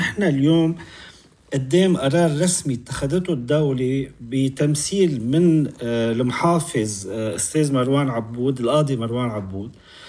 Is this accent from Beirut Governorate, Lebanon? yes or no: yes; Beirut, Beirut Governorate, Lebanon; أنا اليوم عم أحكي بصفتي الشخصية كمواطن، كاستشاري، كبيروتي،